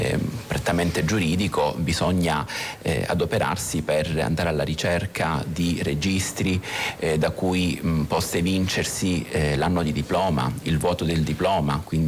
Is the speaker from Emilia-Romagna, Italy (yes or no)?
no; Calabria, Italy; now in Amatrice, Italy; Sono calabrese.